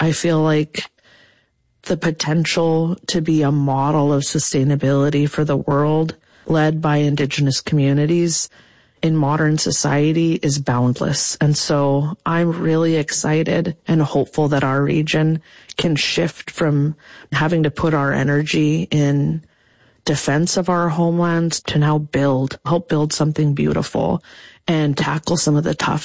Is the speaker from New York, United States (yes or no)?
no; Clark's Point, Alaska, United States; Yeah, my grandmother was Manchoq when I was raised with her in Clark's Point in Bristol Bay.